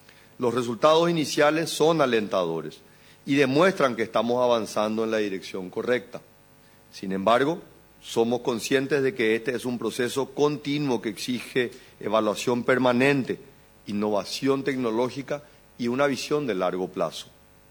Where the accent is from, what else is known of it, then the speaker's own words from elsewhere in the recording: Paraguay; como un paraguayo orgulloso de nuestra nación